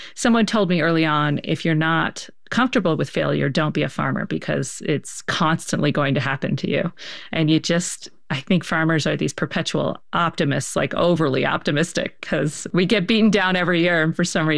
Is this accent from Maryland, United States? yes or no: yes; Baltimore, Maryland, United States; You know, I'm from Baltimore